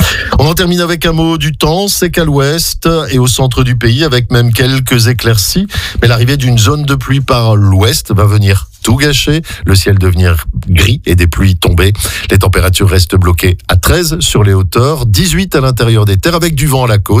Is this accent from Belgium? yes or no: yes; Belgium; chez nous en Belgique